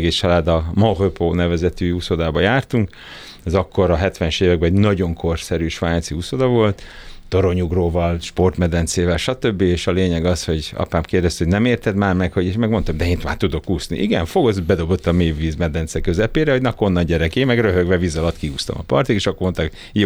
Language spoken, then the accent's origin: Hungarian; Hungary; also born or lived in Cape Town, South Africa; És hát én inkább magyar vagyok. Talán ez azért is szerencsésebb így, mert a nevem is egy magyar családi név, és nem egy ilyen Müller, vagy akármi, tehát azért ez is meghatározza, hogy nem kell magyarázkodnom.